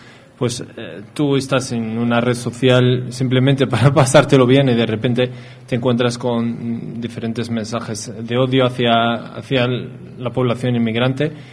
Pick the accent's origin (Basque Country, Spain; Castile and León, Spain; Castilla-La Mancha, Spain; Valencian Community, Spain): Basque Country, Spain; nosotros, siendo vascos y vascas, tenemos una manera también de vivir que es nuestra casa, lo que hemos mamado en, uh-huh, de nuestras madres, de nuestros padres